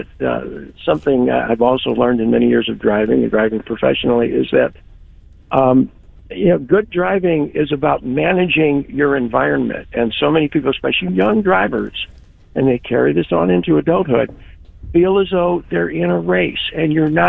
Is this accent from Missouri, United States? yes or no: yes; Black Jack, Missouri, United States; I grew up in North County, St. Louis, in a municipality called Blackjack.